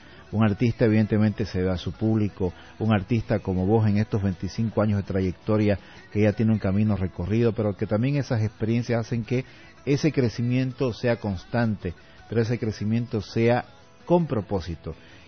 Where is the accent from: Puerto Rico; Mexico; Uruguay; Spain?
Puerto Rico; como cantautor puertorriqueño de rock alternativo español.